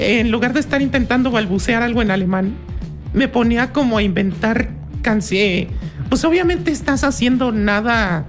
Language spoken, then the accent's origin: Spanish; Tlaxcala, Mexico; Yo vengo de Tlaxcala.